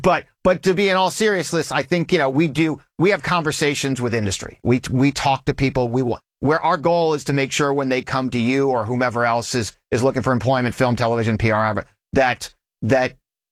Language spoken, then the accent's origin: English; Houston, Texas, United States; I grew up in Houston.